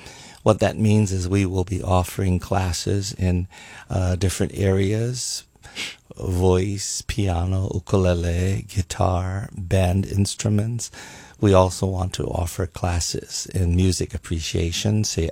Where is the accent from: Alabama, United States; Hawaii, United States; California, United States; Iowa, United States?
Hawaii, United States; Hilo; I'm from the Big Island, from Hilo side.